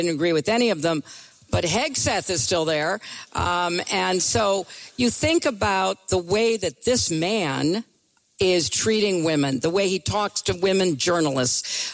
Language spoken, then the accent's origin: English; New York, United States; But I'm not a Mainer. I'm a New Yorker.